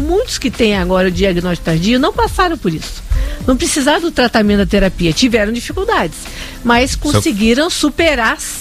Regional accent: Rio de Janeiro, Brazil; accent: gaúcho; also born or lived in Rio Grande do Sul; Eu tenho esse sotaque meio de gaúcha, ah. Mas eu não sou gaúcha.

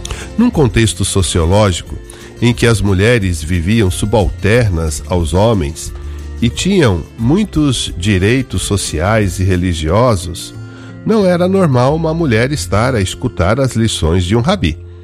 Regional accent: Jales, São Paulo, Brazil; sou de Jales, São Paulo. Boa noite. Então, cidade de Jales, lá interior, bem lá no norte do estado de São Paulo, noroeste ali, né?

